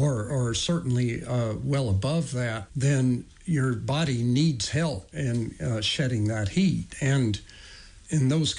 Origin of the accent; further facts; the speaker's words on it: Georgia, United States; born or raised there